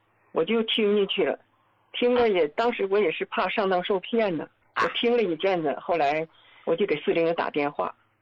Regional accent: Jilin, China; 我是吉林的那个听众。我今年69岁

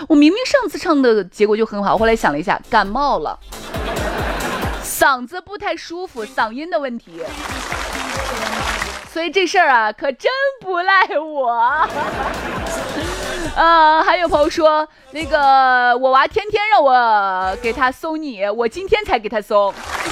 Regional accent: Xi'an, Shaanxi, China; 关中的我们，即将准备在秋风中瑟瑟发抖吧。

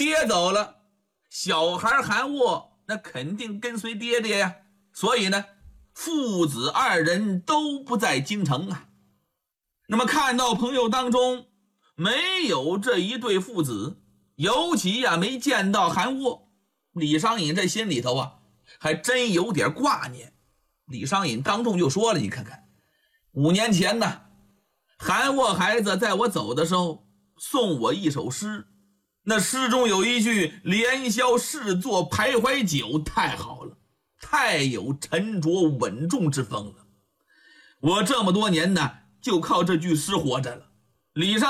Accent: China

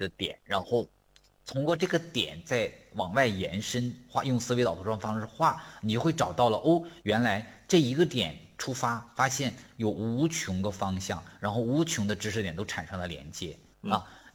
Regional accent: China

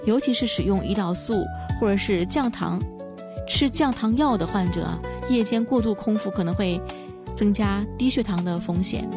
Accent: Dalian, Liaoning, China; 甚至是编剧导演都是咱们大连人

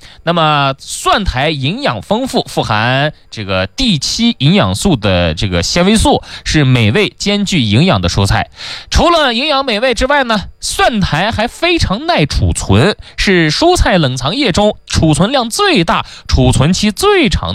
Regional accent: Xinjiang, China; 这个咱们新疆人吃拌面啊，没有蒜的话，这个拌面这整顿饭吃下来是不完整的啊。

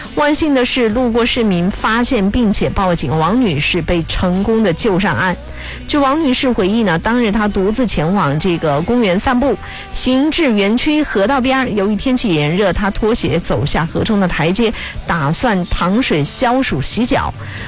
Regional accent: Jiangxi, China; 艾特全部的咱们江西人

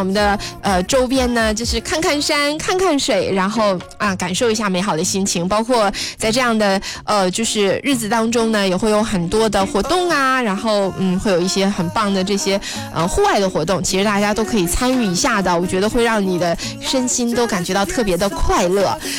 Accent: Northeast China, China

